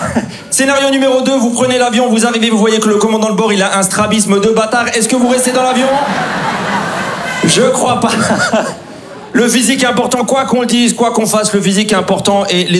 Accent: Grand Est, France; born or raised there

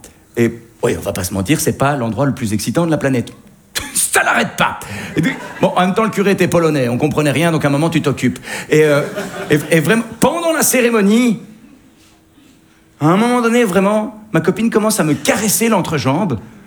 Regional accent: Belgium

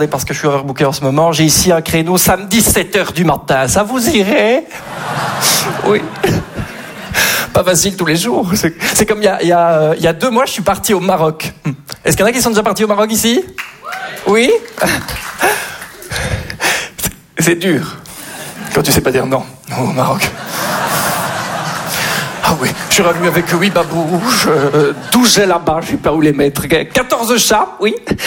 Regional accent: Belgium; je suis belge.

